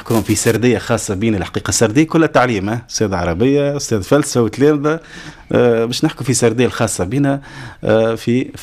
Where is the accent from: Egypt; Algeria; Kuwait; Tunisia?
Tunisia; في كل الفضاءات المرتبطه بالمجال الكبير اللي هي بلادنا تونس